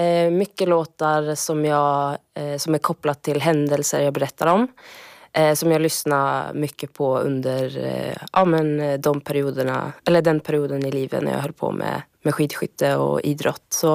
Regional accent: Saltvik, Västernorrland County, Sweden; also born or lived in Östersund / Oslo; now in Stockholm, Sweden; jag är ju född och uppvuxen i Saltvik. Och ja, men har ju en bakgrund som idrottare och skidskytt. Och ja, har bott i både Östersund och Oslo

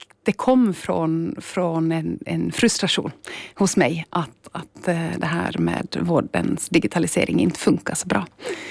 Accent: Ostrobothnia, Finland; moved away as an adult; now in Stockholm, Sweden; Ja, jag är alltså från Österbotten ursprungligen, och har sedan bott i Stockholm mitt största del av mitt vuxna liv, men också jobbat i Finland och Sverige

